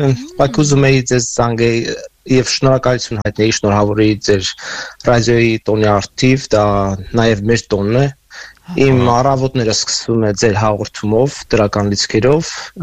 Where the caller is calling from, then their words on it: Los Angeles, California, United States; Միացյալ Նահանգներում, ես Լոս Անջելեսից եմ ձանգահարում ձեզ։